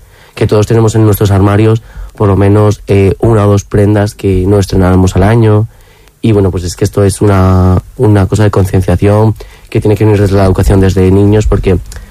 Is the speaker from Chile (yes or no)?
no; a village in Burgos province, Castile and León, Spain; a mí venir a Burgos y que me reconozcan que soy del pueblo me encantaría